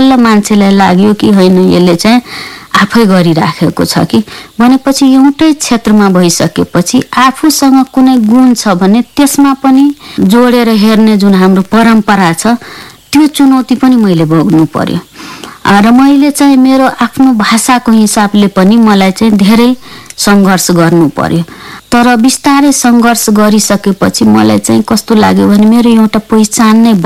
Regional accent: Madhesh Province, Nepal; accent: Madhesi/Maithili tone; first language Maithili; Nepali is a second language; now in Kathmandu, Nepal; मधेसी समुदायको मेरो मातृभाषा मैथिली हो, मेरो टोन फरक पर्थ्यो, अनि उहाँहरूले मलाई भारतीय भन्ने, कसैले इन्डियन भन्ने

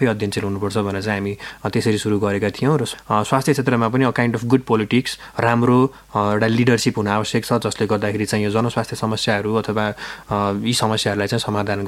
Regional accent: Tamghas, Lumbini Province, Nepal; moved away; मेरो बाल्यकाल चाहिँ गुल्मीको सदरमुकाम तमगासमा बित्यो।

